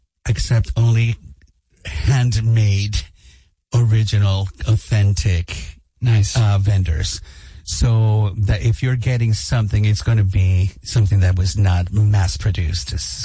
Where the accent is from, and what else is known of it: Cuba; English is a second language; moved away; also born or lived in New York, United States / Nashville, United States